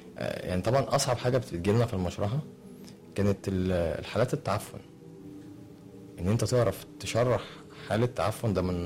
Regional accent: Upper Egypt, Egypt; مره وانا صغير عندنا في الصعيد

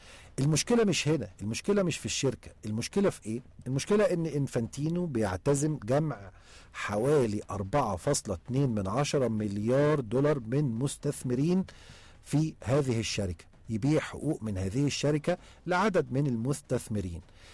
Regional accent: Egypt; عندنا في مصر

